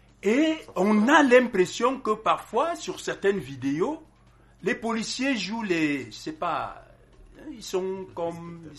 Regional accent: Cameroon; nous en tant que Camerounais

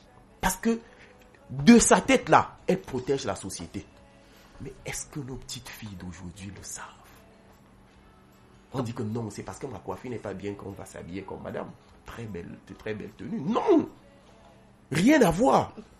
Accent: Cameroon

